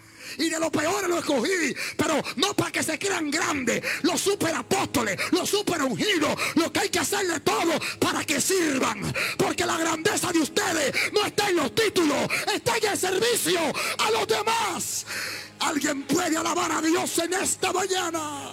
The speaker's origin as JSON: {"language": "Spanish", "town": "Jarabacoa", "region": "La Vega", "country": "Dominican Republic", "said": "vengo de un campo de República Dominicana, llamado Jarabacoa"}